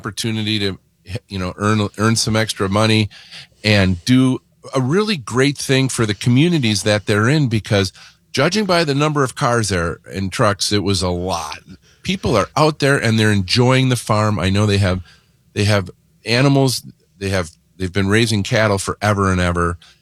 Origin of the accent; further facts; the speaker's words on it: Mukwonago, Wisconsin, United States; I was born and raised in Maguanago